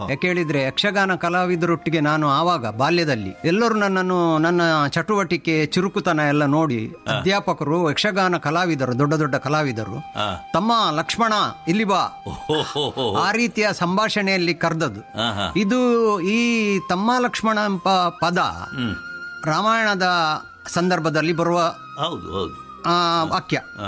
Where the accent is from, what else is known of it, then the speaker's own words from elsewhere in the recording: Mulki, Karnataka, India; born there; now in Mangaluru, India; ನಾನು ಮುಲ್ಕಿಯಲ್ಲಿ, ಆಮೇಲೆ ಇಲ್ಲಿಯ ಮಂಗಳೂರಲ್ಲಿ ಕದ್ರಿ ಮಿಲಗ್ರಿಸ್ ಗಣಪತಿ ಹೈಸ್ಕೂಲ್ನ ವಿದ್ಯಾರ್ಥಿ.